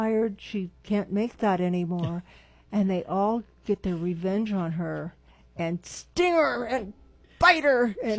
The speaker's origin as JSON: {"language": "English", "town": "Redwood City", "region": "California", "country": "United States", "said": "Yes, from Redwood City."}